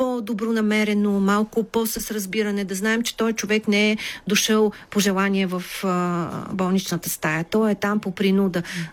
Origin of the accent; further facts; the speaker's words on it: Lyubimets, Haskovo Province, Bulgaria; Ето в моя роден край в Любимец са разкрили център по физиотерапия и рехабилитация в бившата поликлиника